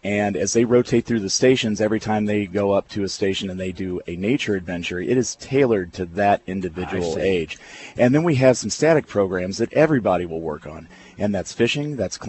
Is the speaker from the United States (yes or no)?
yes; Rochester, United States; I'm from the Rochester area.